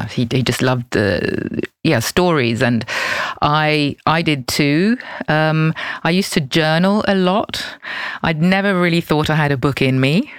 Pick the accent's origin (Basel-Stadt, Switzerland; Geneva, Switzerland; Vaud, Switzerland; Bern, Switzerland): Basel-Stadt, Switzerland; Basel; So originally I am from Basel, but I spent most of my life living as an expat. So about 26 years ago, I returned had a family and the rest is history, as it were.